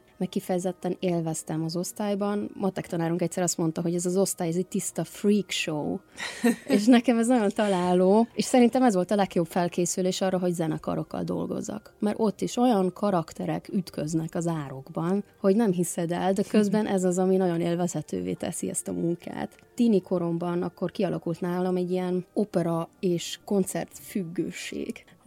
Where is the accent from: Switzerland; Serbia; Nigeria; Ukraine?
Switzerland; Zurich; Tehát emiatt nőttem fel Zürichben